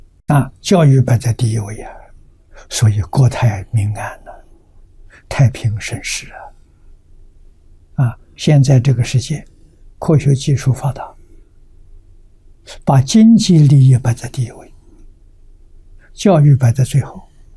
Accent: Lujiang, Anhui, China; 只知道是个同乡关系，啊，他是桐城人，我家乡在庐江。我们的距离现在20多公里，很近啊！

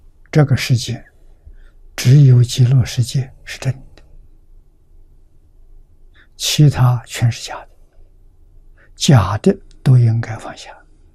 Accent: China

